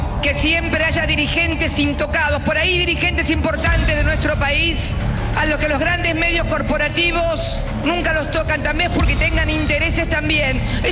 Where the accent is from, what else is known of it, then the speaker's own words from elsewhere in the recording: Argentina; Soy argentina y cuando hay otro argentino que sufre, ahí voy a estar.